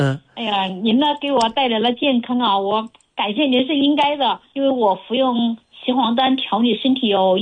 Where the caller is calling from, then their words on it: Anhui, China; 我是安徽的啊，18岁了。